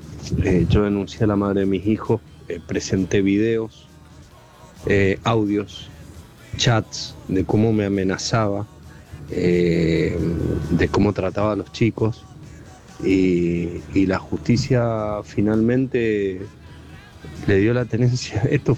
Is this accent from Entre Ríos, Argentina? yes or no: no; Comodoro Rivadavia, Chubut, Argentina; Soy de Comodoro Rivadavia.